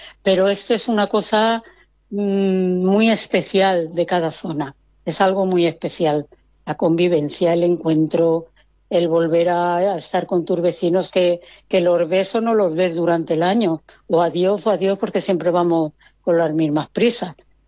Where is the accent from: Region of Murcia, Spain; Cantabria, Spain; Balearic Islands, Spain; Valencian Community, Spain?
Valencian Community, Spain; Elda; el pueblo de Elda, que yo creo que es uno de los mejores pueblos que tenemos. No sé, quizá me llama el ser de aquí y el vivir con intensidad todo lo que es de mi pueblo.